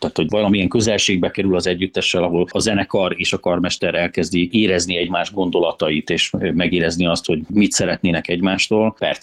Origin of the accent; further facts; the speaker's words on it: Hungary; Természetesen magyar ember vagyok, aki Magyarországon él.